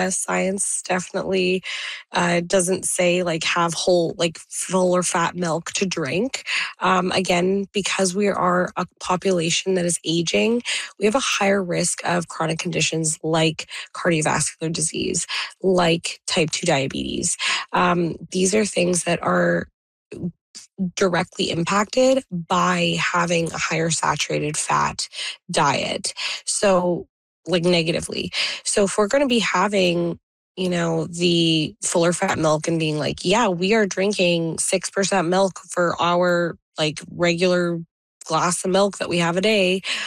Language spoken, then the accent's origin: English; India; because I'm Indian